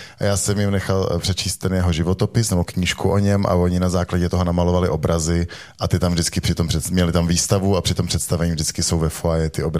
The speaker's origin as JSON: {"language": "Czech", "region": "Prague", "country": "Czechia", "tie": "born or raised there", "said": "A zároveň jsem viděl, že do té Prahy zpátky chci, protože přece jenom jsem rodilý Pražák"}